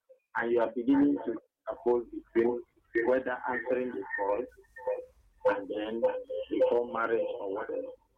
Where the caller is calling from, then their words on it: Obubra, Cross River, Nigeria; I'm calling from Obubra, Cross River State.